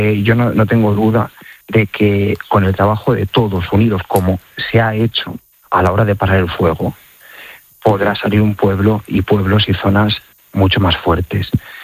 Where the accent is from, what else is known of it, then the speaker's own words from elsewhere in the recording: Las Navas del Marqués, Castile and León, Spain; now in Cebreros, Spain; Llevo un año de párroco en Cebreros. Pero yo soy de la zona, yo soy de las Navas del Marqués.